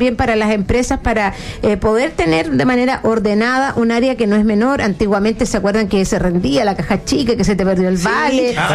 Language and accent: Spanish; Chile; somos chilenos